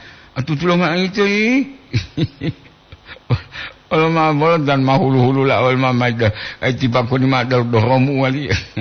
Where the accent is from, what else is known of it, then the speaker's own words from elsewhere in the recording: Gorontalo, Indonesia; saya asli Gorontalo, asli lo, jo, nah itu gagah, asli Gorontalo